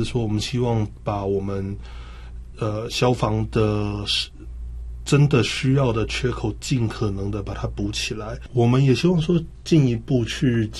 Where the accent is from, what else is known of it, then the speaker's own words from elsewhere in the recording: Taiwan; 我们台湾人常常会隔壁就便利商店哦